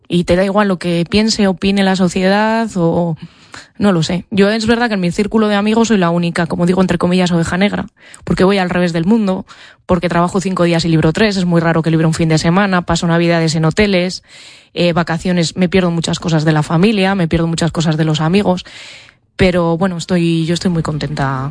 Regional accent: Logroño, La Rioja, Spain; also born or lived in Barcelona; now in Miranda de Ebro, Spain; Ahora estoy en larga distancia, Miranda de Ebro, o sea que saco y llevo trenes por Logroño, por mi tierra

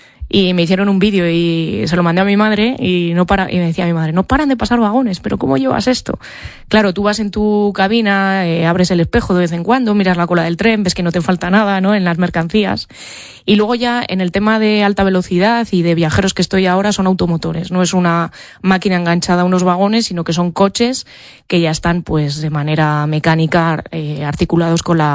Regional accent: Logroño, La Rioja, Spain; also born or lived in Barcelona; now in Miranda de Ebro, Spain; Ahora estoy en larga distancia, Miranda de Ebro, o sea que saco y llevo trenes por Logroño, por mi tierra

